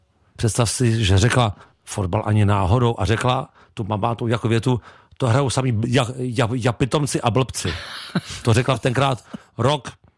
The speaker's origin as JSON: {"language": "Czech", "region": "Prague", "country": "Czechia", "tie": "born or raised there"}